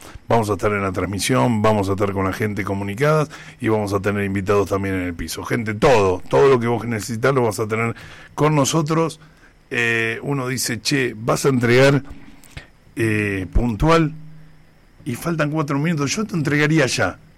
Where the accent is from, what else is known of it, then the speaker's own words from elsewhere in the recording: Argentina; Así somos los argentinos.